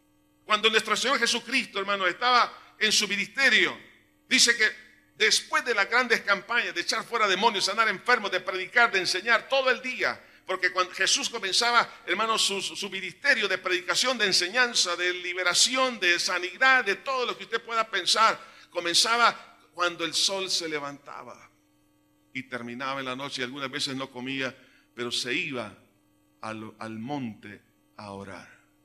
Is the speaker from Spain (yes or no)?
no; El Salvador; no progresamos, hermanos, como salvadoreños